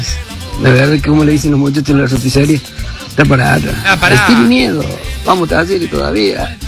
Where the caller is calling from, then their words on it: Córdoba, Argentina; soy de Barrio Los Frenos.